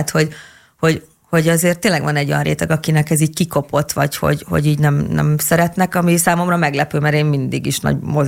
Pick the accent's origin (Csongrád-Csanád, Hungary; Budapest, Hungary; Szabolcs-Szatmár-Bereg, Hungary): Szabolcs-Szatmár-Bereg, Hungary; Fehérgyarmat; born there; Fehérgyarmaton születtem.